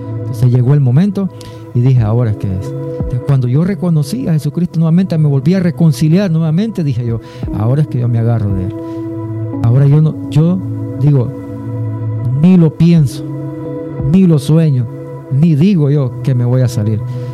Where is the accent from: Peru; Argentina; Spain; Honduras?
Honduras; moved away; en mi país, en Honduras